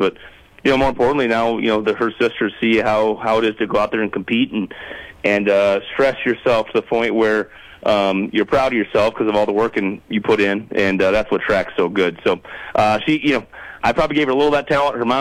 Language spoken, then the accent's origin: English; South Dakota, United States; it was just part of growing up in small town. I think growing up in South Dakota in general is a lot of that same mentality.